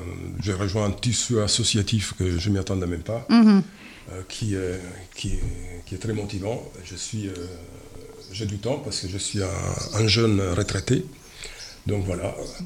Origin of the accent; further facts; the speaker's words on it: northern France, France; moved away as an adult; now in Comminges, France; je viens, j'ai des racines italiennes, et puis je viens du nord de la France, donc j'ai rejoint les Comminges il y a 3 ans.